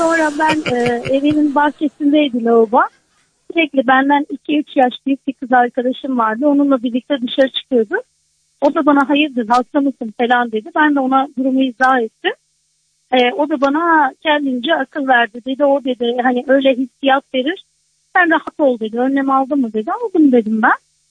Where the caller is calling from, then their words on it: Denizli, Turkey; Denizli'den arıyorum